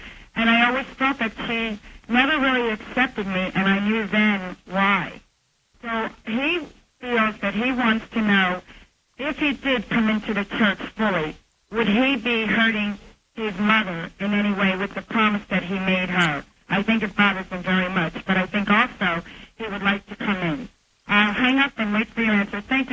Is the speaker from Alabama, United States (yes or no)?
no; Stuartsville, New Jersey, United States; And I'm from Stuartsville, New Jersey.